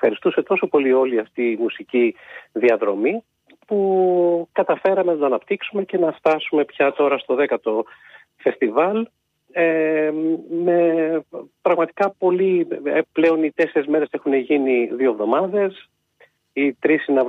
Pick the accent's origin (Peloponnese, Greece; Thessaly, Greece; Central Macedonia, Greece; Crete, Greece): Peloponnese, Greece; Kalamata; και δεν το λέω επειδή είμαι εδώ και επειδή είμαι από την Καλαμάτα